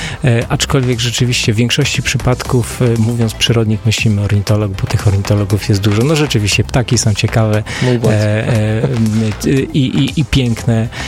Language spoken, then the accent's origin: Polish; Subcarpathian Voivodeship, Poland; tutaj właśnie u nas na Podkarpaciu